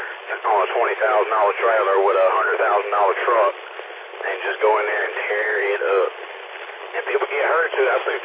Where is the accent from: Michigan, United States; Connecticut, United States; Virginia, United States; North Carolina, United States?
North Carolina, United States; Goldsboro; That's where I was raised up at. I was born and raised in Goldsboro, and Pineville, Nahana area, really, but just north of Goldsboro. That's where I'm from.